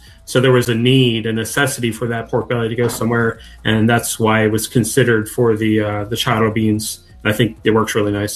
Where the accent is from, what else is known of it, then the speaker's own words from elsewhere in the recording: Texas, United States; growing up in Texas